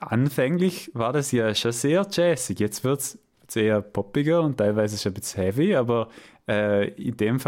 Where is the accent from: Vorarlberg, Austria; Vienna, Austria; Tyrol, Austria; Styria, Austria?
Vorarlberg, Austria; moved away; Weil ich bin ursprünglich aus Vorarlberg.